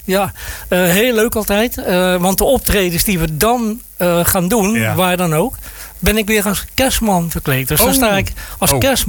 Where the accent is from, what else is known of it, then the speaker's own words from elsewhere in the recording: Rotterdam, South Holland, Netherlands; moved away as an adult; now in Capelle aan den IJssel, Netherlands; Ik ben geboren Rotterdammer. Rotterdam West ben ik geboren.